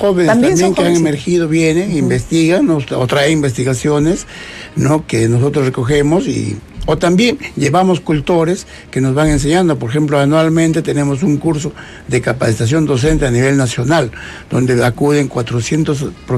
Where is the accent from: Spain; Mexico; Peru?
Peru; Y crea, lo que pasa es que los peruanos nos mimetizamos en el extranjero.